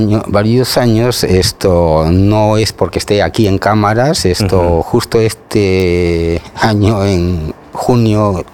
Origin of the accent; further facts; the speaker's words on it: Lima, Peru; Yo soy natural de Lima, de padres provincianos